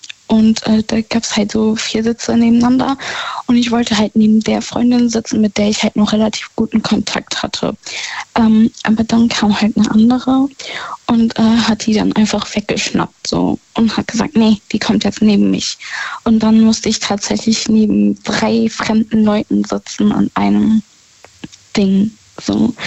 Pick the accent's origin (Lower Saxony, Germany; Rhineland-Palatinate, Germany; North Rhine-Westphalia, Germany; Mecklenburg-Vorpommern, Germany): Rhineland-Palatinate, Germany; In der Nähe von Gerolstein.